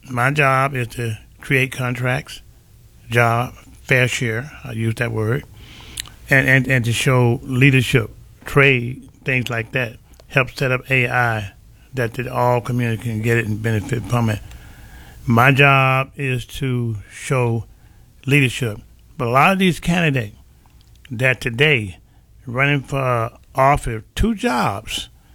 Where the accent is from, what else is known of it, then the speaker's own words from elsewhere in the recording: the South, United States; I'm from the Jim Crow days, and down south we were told what to do. We couldn't do nothing unless we were told what to do, all right? And so I always said once, Lord bless me to get from down south